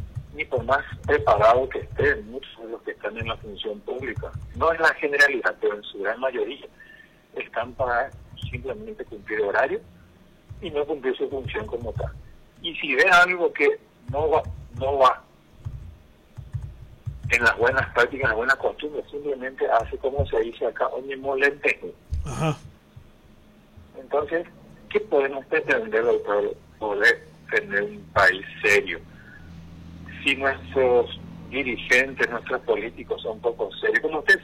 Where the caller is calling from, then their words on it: Formosa, Argentina; yo soy de Formosa, suelo venir cada tanto a Paraguay